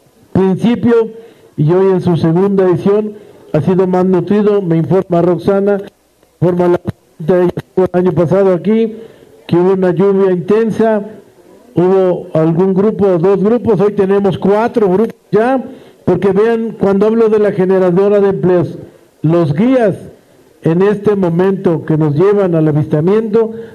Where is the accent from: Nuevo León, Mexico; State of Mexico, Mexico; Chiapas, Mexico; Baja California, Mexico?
State of Mexico, Mexico; Texcoco; los que somos de Texcoco